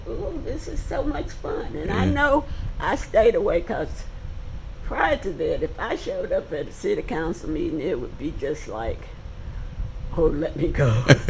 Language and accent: English; United States; I grew up on the Harris Plantation down east of Hensley.